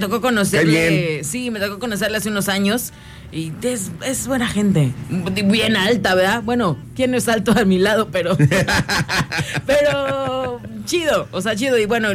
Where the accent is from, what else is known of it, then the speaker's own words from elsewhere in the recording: Mexico; como mexicanos nos olvidamos un poco de la lucha libre